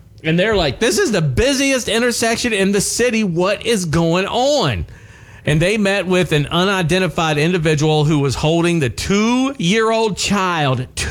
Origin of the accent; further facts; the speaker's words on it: Charleston, West Virginia, United States; I'm from Charleston, West Virginia.